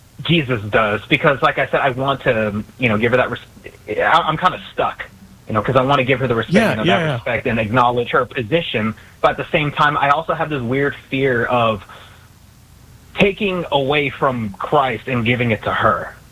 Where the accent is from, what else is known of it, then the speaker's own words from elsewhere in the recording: Texas, United States; growing up in Southern Texas, like, there's predominantly Hispanic demographic, and you see images of, Lady Guadalupe everywhere. And, growing Southern Baptist